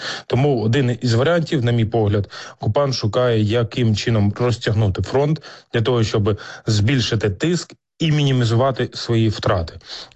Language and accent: Ukrainian; Kyiv, Ukraine; в моєму рідному Києві